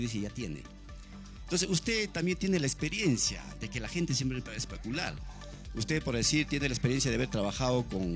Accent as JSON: {"language": "Spanish", "town": "Pomabamba", "region": "Ancash", "country": "Peru", "moved": "as an adult", "said": "Yo vine de Pobamba con cuatro carros. No, perdón, con dos carros."}